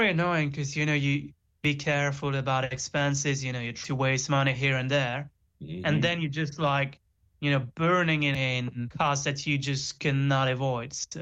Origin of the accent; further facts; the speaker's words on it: United Kingdom; And so, as British people, we can either fly to Europe or take the ferry or the train under the sea.